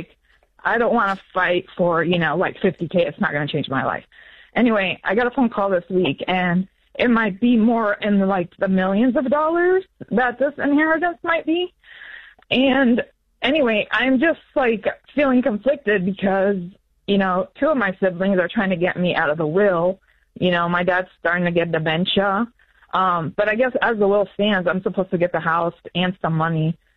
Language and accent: English; United States; I grew up in the States with my mom.